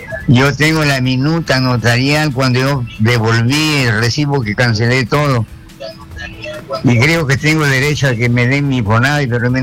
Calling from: La Libertad, Peru; soy de La Libertad.

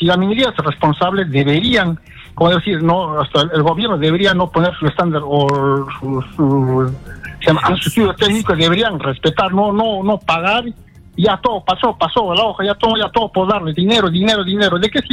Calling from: Tambo Valley, Arequipa, Peru; yo vivo, soy del Valle de Tambo.

